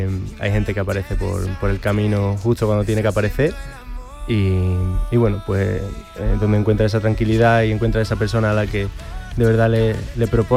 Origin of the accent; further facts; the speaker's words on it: Sevilla, Andalusia, Spain; moved away as an adult; now in Madrid, Spain; Bueno, yo vivo en Madrid, soy de aquí de Sevilla, pero estoy viviendo en Madrid ya hace 4 años.